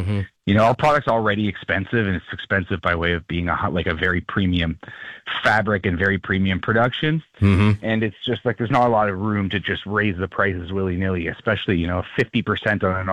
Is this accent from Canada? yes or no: yes; Canada; As a Canadian going into the United States to start to do business